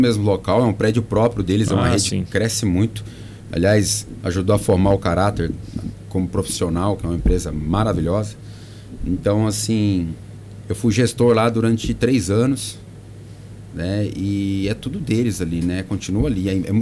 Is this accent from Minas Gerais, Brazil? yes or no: yes; Minas Gerais, Brazil; accent: mineiro; moved away as an adult; now in São Paulo state, Brazil